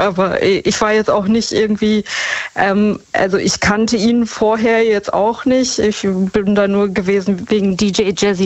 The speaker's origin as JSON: {"language": "German", "town": "Dortmund", "region": "North Rhine-Westphalia", "country": "Germany", "said": "Aus Dortmund."}